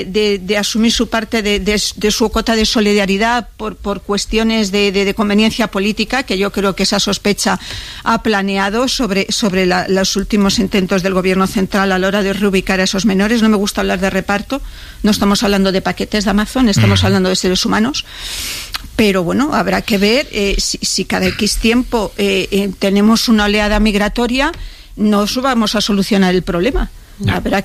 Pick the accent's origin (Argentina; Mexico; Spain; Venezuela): Spain; también somos inmigrantes los que somos los de España